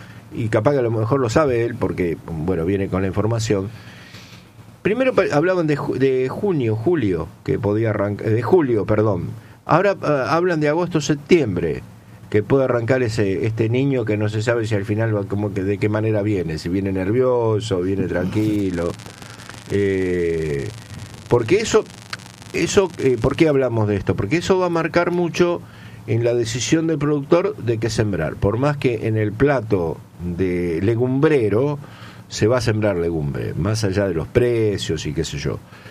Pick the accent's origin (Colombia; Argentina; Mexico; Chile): Argentina; Santa Fe; de donde somos, de La Vanguardia a Cepeda